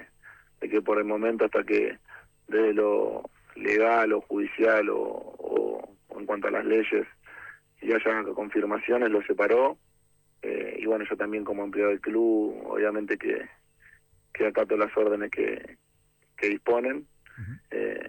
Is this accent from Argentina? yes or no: yes; Argentina; es algo que teníamos nosotros como argentinos